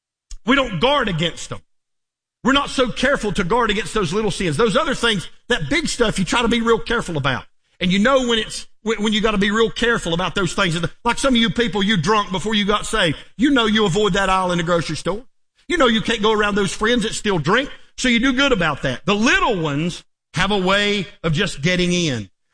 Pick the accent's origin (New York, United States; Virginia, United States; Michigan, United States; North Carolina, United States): North Carolina, United States; I'm from North Carolina. I ain't used to hearing moose jump in the creek.